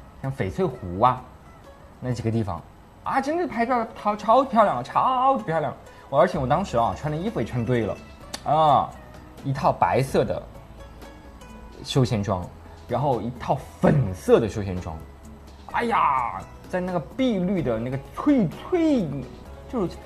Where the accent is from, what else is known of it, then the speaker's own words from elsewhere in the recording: Nanchong, Sichuan, China; now in Changsha, China; 我每次啊回老家四川南充，